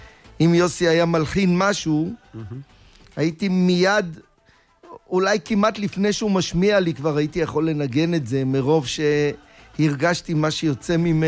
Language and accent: Hebrew; Jerusalem, Jerusalem District, Israel; also born or lived in United States; אנחנו ירושלמים, 8 דורות.